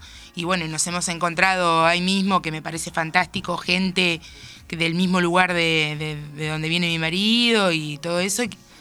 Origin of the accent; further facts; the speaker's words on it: Tres Arroyos, Buenos Aires Province, Argentina; moved away as an adult; now in Claromecó, Argentina; yo soy de Tres Arroyos.